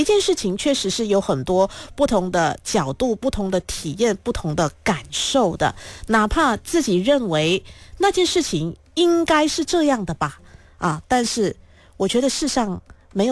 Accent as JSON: {"language": "Chinese", "country": "Malaysia", "said": "哎，对我们马来西亚人来说是一个福音呢"}